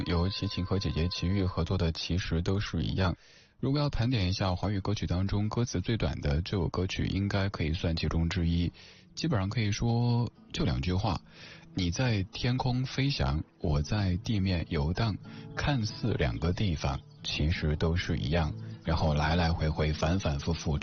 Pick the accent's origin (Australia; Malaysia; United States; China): China; Sichuan; 我的家乡四川